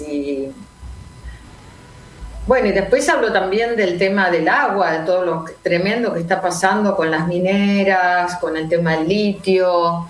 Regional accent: Ingeniero Maschwitz, Buenos Aires Province, Argentina; estoy en Olivo, cuidando a mi madre, entre otras cosas, y también dando clases, pero soy del partido de Escobar.

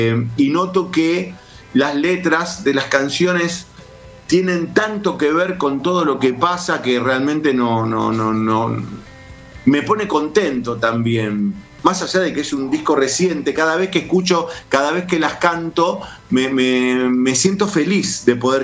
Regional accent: Morón, Buenos Aires Province, Argentina; Te podés imaginar que de donde yo vengo, que nací en Morón Sur, en un barrio de Morón Sur, con todo lo que eso conlleva

